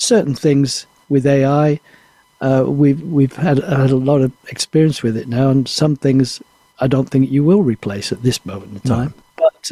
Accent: Manchester, North West England, United Kingdom; my first street I was born in Manchester, Cuba Street, in just off the Stretford Road.

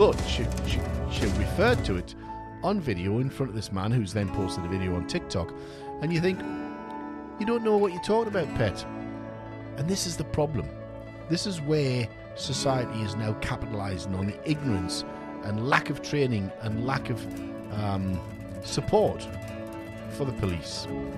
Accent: South Shields, North East England, United Kingdom; There was one in South Shields, where my hometown just recently.

